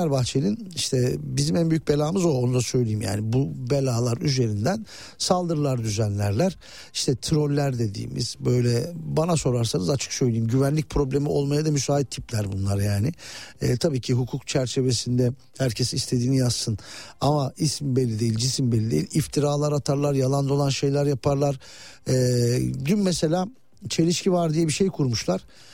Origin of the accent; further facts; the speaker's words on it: Muş, Muş Province, Turkey; benim memleketim takımı Muş Spor.